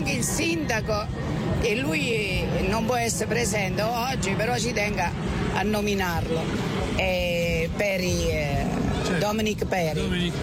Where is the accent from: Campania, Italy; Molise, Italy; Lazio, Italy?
Molise, Italy; Sepino; Io sono molisana, molisana, io vengo da... Esatto. Sto vicino, il mio paese si chiama Sepino.